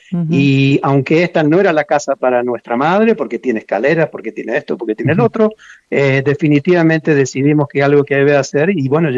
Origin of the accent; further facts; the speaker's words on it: Villa María, Córdoba, Argentina; nosotros somos de Villa María, provincia de Córdoba